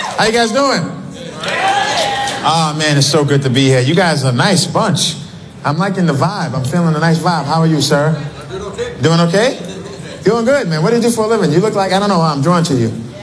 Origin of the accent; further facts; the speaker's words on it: Brooklyn, New York, United States; Like, I'm from Brooklyn. L.A. is way tougher than Brooklyn, you know?